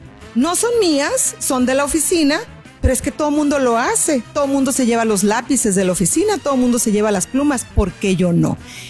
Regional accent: Mexico; finalmente somos mexicanas y tenemos que hablar de esto

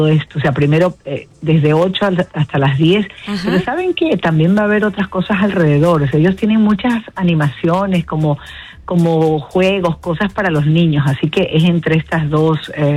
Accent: Guayaquil, Guayas, Ecuador; yo soy del Ecuador, soy de Guayaquil, Ecuador

